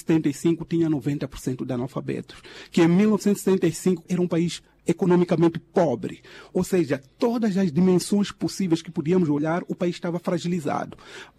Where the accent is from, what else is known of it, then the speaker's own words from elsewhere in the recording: Mozambique; nós somos moçambicanos